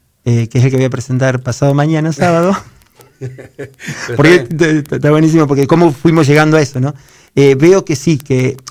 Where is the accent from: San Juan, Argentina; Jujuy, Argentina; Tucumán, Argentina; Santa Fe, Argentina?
Santa Fe, Argentina; Rosario; Soy rosarino.